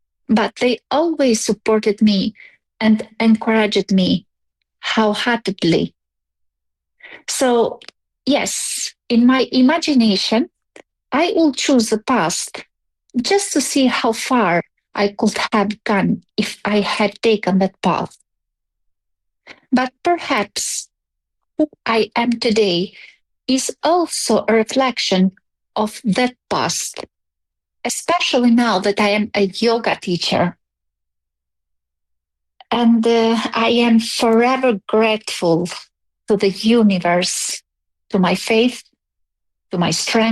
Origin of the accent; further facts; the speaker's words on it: Albania; Hello, Voice of Indonesia. … from Albania.